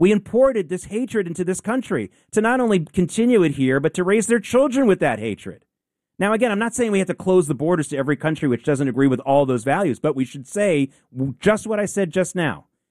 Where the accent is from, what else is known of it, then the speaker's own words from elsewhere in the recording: the South, United States; I grew up in the South. I know it exists